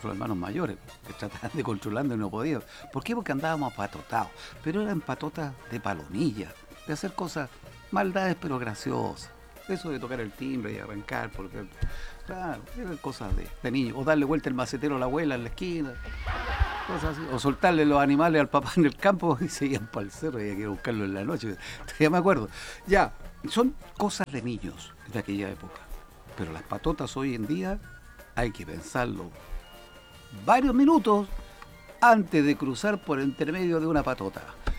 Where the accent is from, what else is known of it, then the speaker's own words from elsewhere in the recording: Catemu, Valparaíso, Chile; Cuando éramos niños, tú en Putaendo, yo en Catemu.